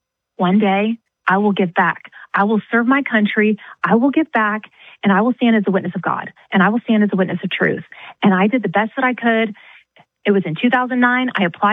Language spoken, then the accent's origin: English; Texas, United States; I'm from Texas, 23 years old.